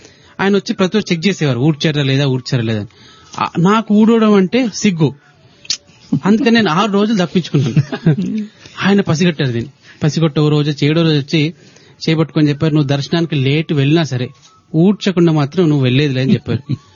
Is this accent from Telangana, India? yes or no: yes; Telangana, India; నేను మాది తెలంగాణ ప్రాంతంలో ఒక ఊరు